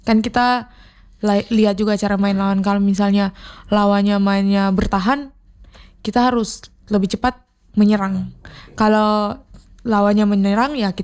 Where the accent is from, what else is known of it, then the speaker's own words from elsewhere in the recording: East Nusa Tenggara, Indonesia; Itu kami dari NTT, saya membawa adik-adik itu kurang lebih ada 5 orang.